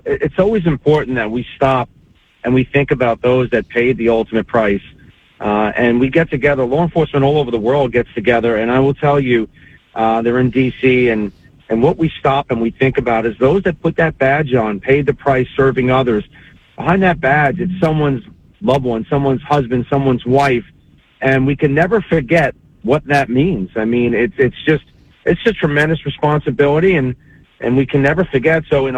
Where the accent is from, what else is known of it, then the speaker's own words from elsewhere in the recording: New York, United States; my hometown of New York